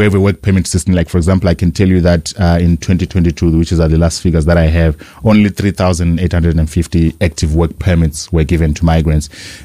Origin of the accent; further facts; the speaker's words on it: Zimbabwe; moved away as an adult; I grew up in Zimbabwe, very comfortable middle class existence.